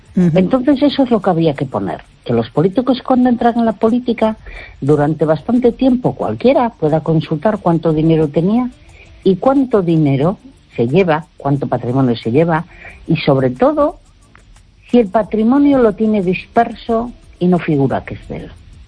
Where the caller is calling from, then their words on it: Uruguay; de Uruguay